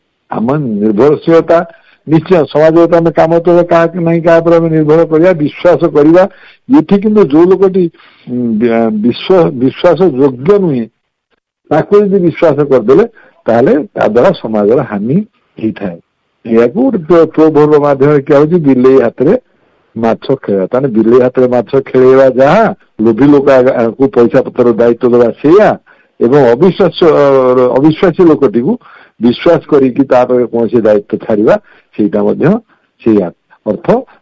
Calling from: Cuttack, Odisha, India; କଟକରୁ କହୁଛି। ଏଇଟା ଆମ ଓଡ଼ିଶାର ଗୋଟେ ଓଡ଼ିଆ ଭାଷାର ଗୋଟେ ପ୍ରବାଦ।

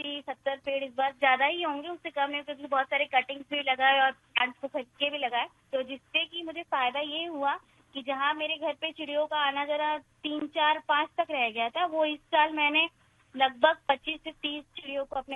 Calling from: Varanasi, Uttar Pradesh, India; मैं बनारस की रहने वाली हूँ

